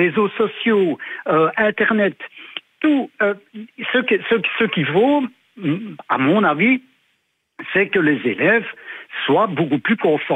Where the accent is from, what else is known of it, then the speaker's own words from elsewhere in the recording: Liège, Wallonia, Belgium; Par contre, Cyril, enfin, moi, je suis de Liège.